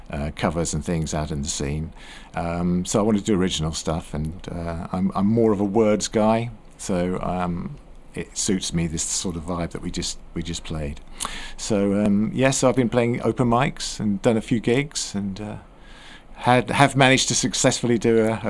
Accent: St Ives, East of England, United Kingdom; Yeah, well, St Ives. The gigs so far have been in Somersham, St Ives, Buckton, and someone else I can't remember at the moment.

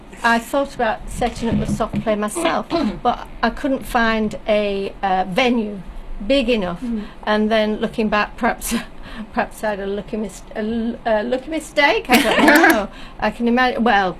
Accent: the north of England, United Kingdom; accent: northern; Yes, and me with my northern accent, but not quite as north as you.

